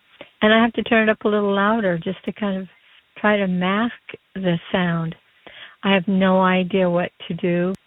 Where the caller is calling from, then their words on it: Oregon, United States; I'm calling from Oregon.